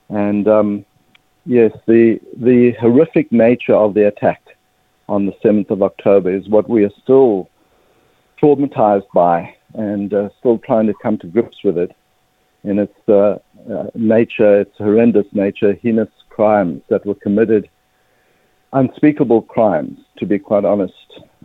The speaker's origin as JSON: {"language": "English", "country": "South Africa", "tie": "born or raised there", "accent": "South African", "moved": "as an adult", "lives_now": "Australia", "said": "as you can probably pick up pretty quickly from my accent, I'm a South African Jewish person. Born in South Africa, came to Australia when I was about 19 years old, and came to faith here in Australia."}